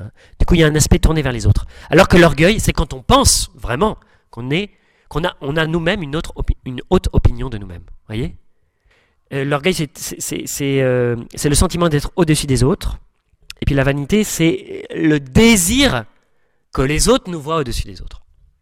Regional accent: Southern France, France; comme je viens du Sud

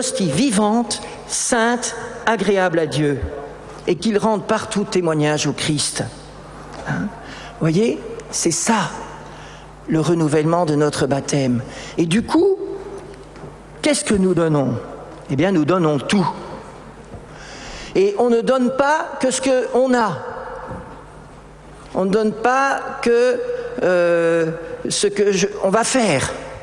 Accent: Belgium; Et Marie, on a oublié de vous dire que je suis belge.

